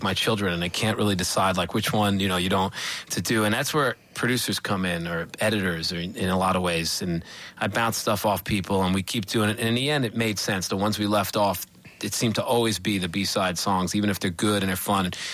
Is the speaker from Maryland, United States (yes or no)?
no; New York City, New York, United States; she was from Queens, and I'm from Queens